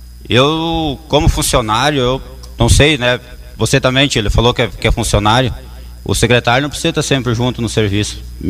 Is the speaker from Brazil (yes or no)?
yes; Brazil; eu cresci ali, sou natural da São Cristóvão.